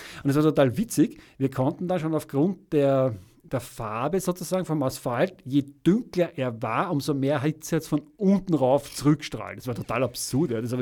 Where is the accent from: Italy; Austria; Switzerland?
Italy; was ich als Italiener immer sage.